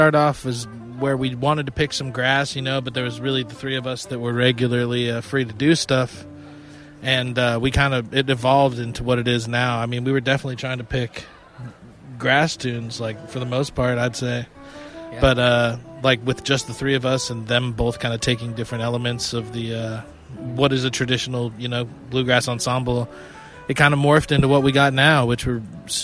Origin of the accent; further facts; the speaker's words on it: Forest Grove, Oregon, United States; also born or lived in Eugene, Oregon; now in Portland, United States; I'm from Forest Grove, Oregon